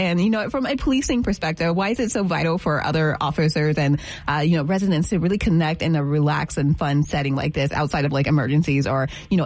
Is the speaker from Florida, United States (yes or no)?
yes; Broward County, Florida, United States; growing up in Broward County back in the day, there were a few officers that were really connected to the community.